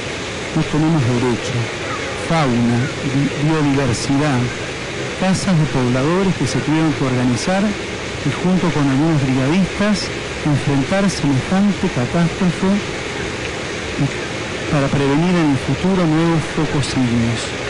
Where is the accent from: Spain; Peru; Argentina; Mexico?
Argentina; deseamos acogerlo como pueblo argentino